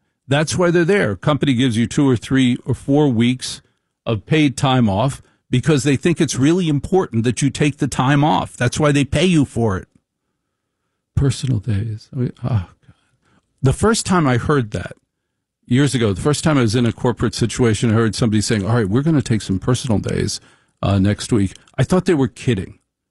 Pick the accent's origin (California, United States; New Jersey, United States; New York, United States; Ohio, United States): New Jersey, United States; Maplewood; I grew up in Maplewood, and the minute I left for college, my parents moved to Short Hills.